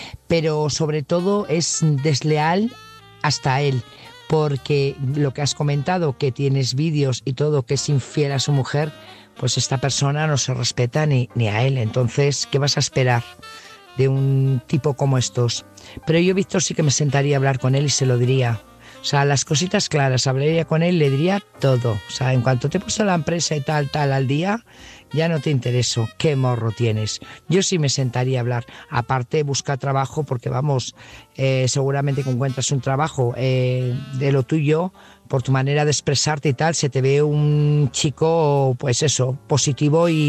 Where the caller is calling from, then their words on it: Burgos, Castile and León, Spain; Buenas noches … corresponsal de Burgos.